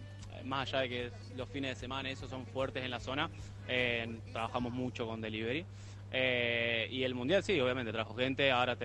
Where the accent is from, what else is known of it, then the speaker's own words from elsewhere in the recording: Mar del Plata, Buenos Aires Province, Argentina; Yo soy de Mar del Plata, están todos allá en Mar del Plata.